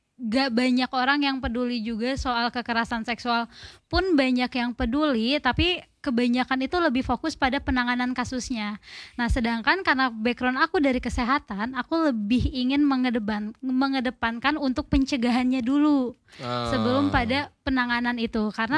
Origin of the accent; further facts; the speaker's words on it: Cimahi, West Java, Indonesia; Iya, aku dari Cimahi.